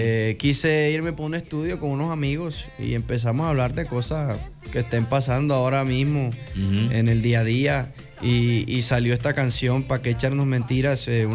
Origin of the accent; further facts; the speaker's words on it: Valledupar, Cesar, Colombia; De la ciudad de Valledupar.